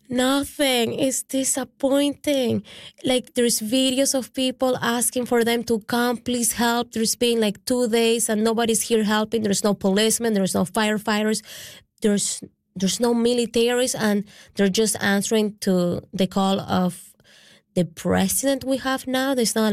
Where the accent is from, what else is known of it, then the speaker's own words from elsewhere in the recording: Venezuela; now in Canada; Like, I'm here in Newfoundland, but I'm from Venezuela, and those are my people, and I want to be there to help.